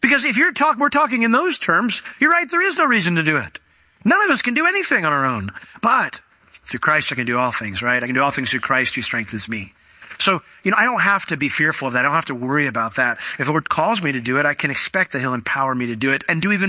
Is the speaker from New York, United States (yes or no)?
yes; New York, United States; They traded my favorite player when I was a kid. I grew up in New York. I was a Yankee fan, and they traded my favorite player.